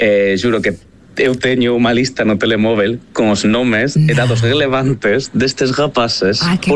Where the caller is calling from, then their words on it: Spain; accent: Spanish; Portuguese is a second language; Antes de mais, eu sou espanhol, acho que deve parar para saber pelo sotaque.